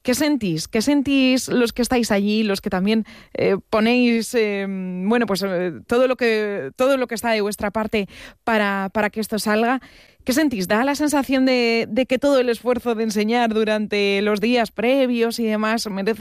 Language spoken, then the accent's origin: Spanish; Castilla-La Mancha, Spain; now in Toledo, Spain; una manchega como yo